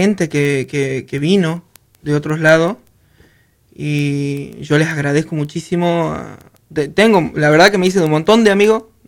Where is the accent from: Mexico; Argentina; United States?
Argentina; San Miguel de Tucumán, Tucumán; born there; moved away as an adult; nací en San Miguel de Tucumán en el 94, por allá. Y bueno, se me ocurrió venir a vivir acá.